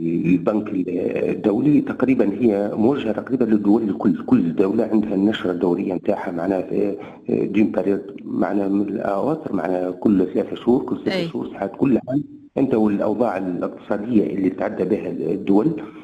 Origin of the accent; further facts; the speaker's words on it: Tunisia; احنا كاقتصاد تونسي